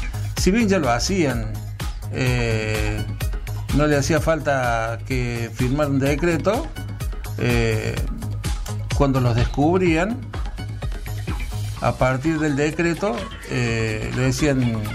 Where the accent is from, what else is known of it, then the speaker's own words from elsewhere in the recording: Argentina; hay algo que nos define a los argentinos, además de discutir de política o sufrir por la selección, es nuestra manera de hablar.